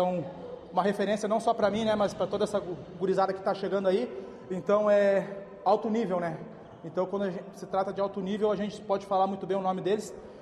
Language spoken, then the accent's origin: Portuguese; Pato Branco, Paraná, Brazil; Sou de Pato Branco, Zona Sul, Pinheirinho. Criado e abençoado aqui, nascido no São Lucas ali.